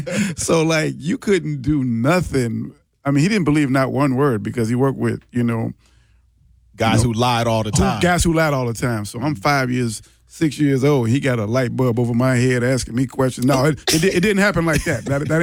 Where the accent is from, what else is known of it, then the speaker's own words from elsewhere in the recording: Chicago, Illinois, United States; now in Milwaukee, United States; I was up here in Milwaukee, I'm originally from Chicago